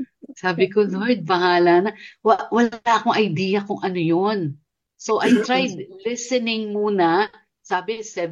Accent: Manila, Metro Manila, Philippines; ako po'y ano, taga Manila lang talaga. Well, ang mother ko is from Bicol and tatay ko talagang Manila eh. So, doon na kami lumaki. Wala akong probinsya, nakikiprobinsya lang ako pag bakasyon.

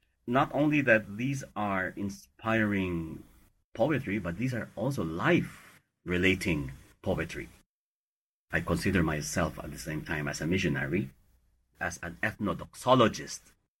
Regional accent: Ifugao province, Cordillera Administrative Region, Philippines; as a person growing up in the Ifugao province, I tend to celebrate my ethnicity and the other neighboring non-Western people group and language group.

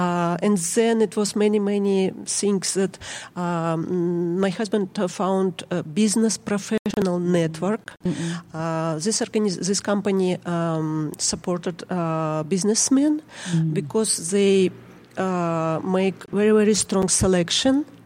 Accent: Kyrgyzstan; English is a second language; moved away as an adult; now in United States; My accent, sorry. But now we are not in Kyrgyzstan. We live in US.

